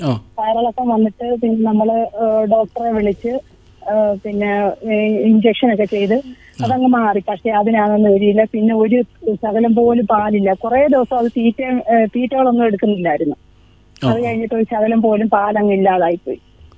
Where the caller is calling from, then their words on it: Kerala, India; ഞാൻ തുമ്പണ്ണൂന്നാ വിളിക്കുന്നത്.